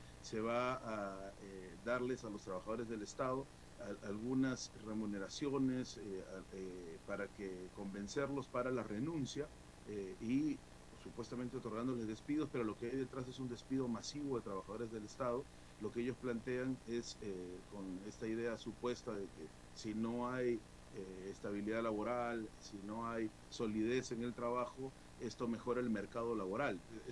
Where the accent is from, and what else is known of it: Peru